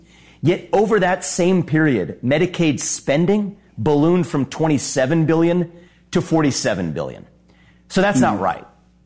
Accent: Ohio, United States; my home state of Ohio

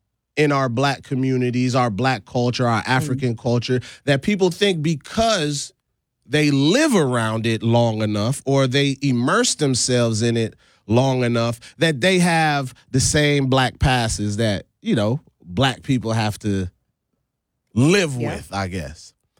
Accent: Hidden Valley, U.S. Virgin Islands; I grew up in the Virgin Islands. I was surrounded by Cubans, Puerto Ricans, Mexicans, people from all types of Latino countries where we exchange cultural experiences, right?

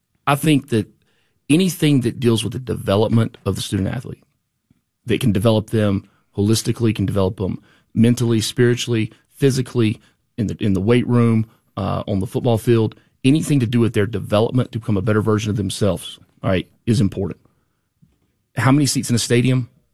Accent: Birmingham, Alabama, United States; moved away; We're both from Birmingham.

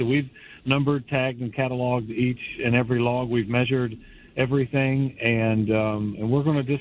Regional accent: Glasgow, West Virginia, United States; I grew up in Glasgow

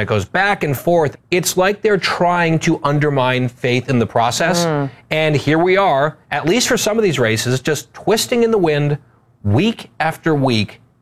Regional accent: New Jersey, United States; I'm from New Jersey. I lived through 9/11 in high school. My town lost 12 people.

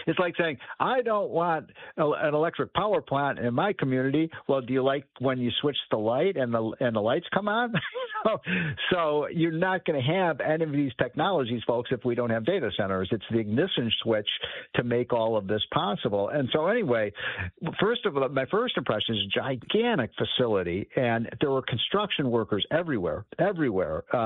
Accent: Chicago, Illinois, United States

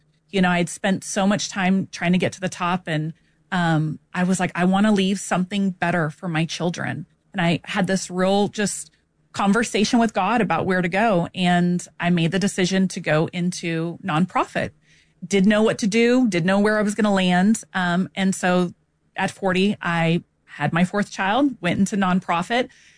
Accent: San Antonio, Texas, United States; So born and raised in San Antonio, Texas. 44 years old as of today

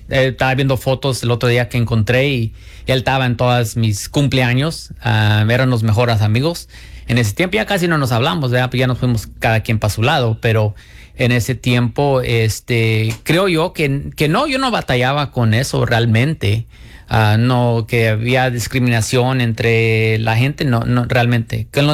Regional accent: Tyler, Texas, United States; also born or lived in San Antonio, Texas; Realmente nací en San Antonio, que vienen los de pasada, de regreso, porque habían aventado a mi papá para el otro lado de la frontera, y pues allá nací yo, pero ya vivían aquí en Tyler.

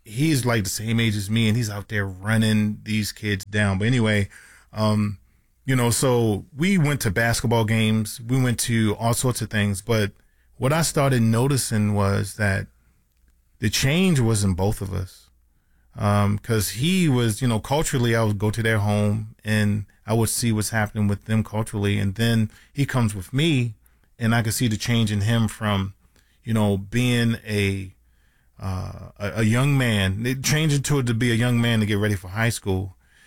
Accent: Cameroon; So being from Cameroon, majority of the time, of course, the parents are born and raised in Cameroon

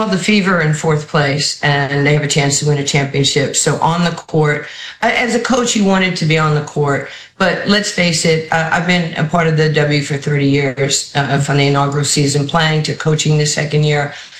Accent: New York, United States; I was a poor kid growing up in New York in the 60s and 70s.

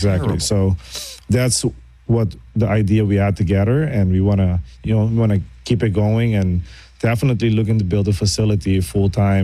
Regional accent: Curaçao; Yeah, so growing up in Curacao, my grandfather had 6 kois that we used to have in a koi, smaller koi pond.

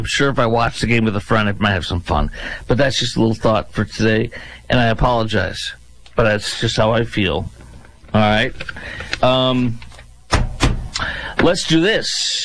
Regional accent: Texas, United States; I'm a Texan. I live in Dallas-Fort Worth.

